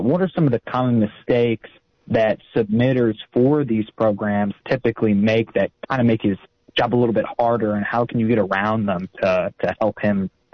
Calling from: Illinois, United States; I'm in the midst of, Illinois here, tuning in live.

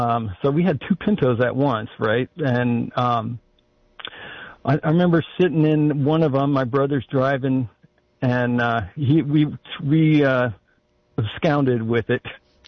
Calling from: Live Oak, United States; in Live Oak.

